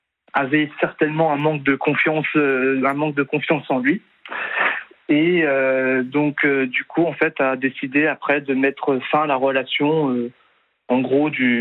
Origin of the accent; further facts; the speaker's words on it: Nancy, Grand Est, France; also born or lived in Ardennes; moi je suis originaire de Nancy, en Meurthe-et-Moselle. Sauf que cette époque-là, moi, j'habitais chez mes parents, qui habitaient dans les Ardennes.